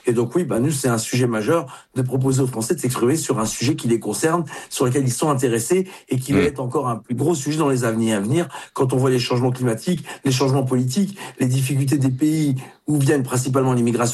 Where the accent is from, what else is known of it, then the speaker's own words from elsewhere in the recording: Hauts-de-France, France; Puis je suis du Nord, hein, donc les accords du Touquet qui nous mettent à genoux face à l'immigration irrégulière, je les connais bien effectivement.